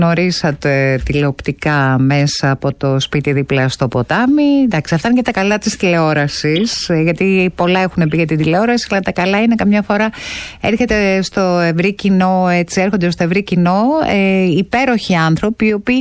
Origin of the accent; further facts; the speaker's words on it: Serres, Central Macedonia, Greece; Εγώ είμαι από τα Σέρας.